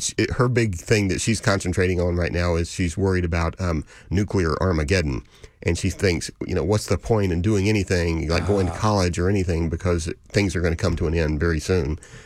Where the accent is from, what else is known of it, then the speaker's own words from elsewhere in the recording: Mississippi, United States; now in Houston, United States; And I grew up in Mississippi.